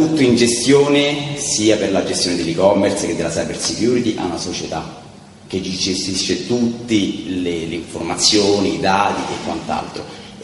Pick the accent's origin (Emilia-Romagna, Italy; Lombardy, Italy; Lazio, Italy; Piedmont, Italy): Lazio, Italy; Rome